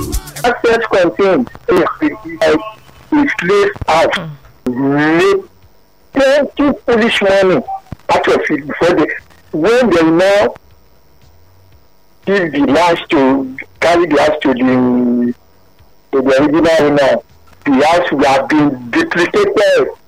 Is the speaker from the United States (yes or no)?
no; Lagos, Nigeria; Maybe I live in Sadiko. I grew up in Sadiko, Lagos Island.